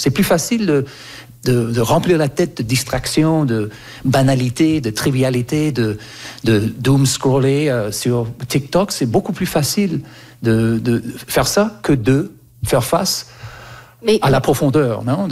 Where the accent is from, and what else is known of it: Canada; born or raised there